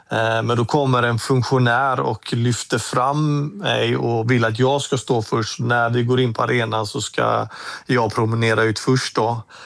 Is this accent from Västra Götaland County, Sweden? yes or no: yes; Gothenburg, Västra Götaland County, Sweden; för mig var det ju hemmaplan gånger 2 i och med att jag kommer från Göteborg